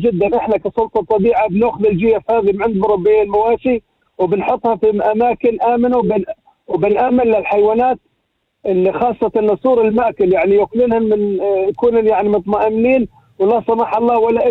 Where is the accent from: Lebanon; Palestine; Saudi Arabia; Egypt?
Lebanon; South Lebanon; الأمر هذا موجود عندنا في الجنوب، والأمر هذا جدا مهم.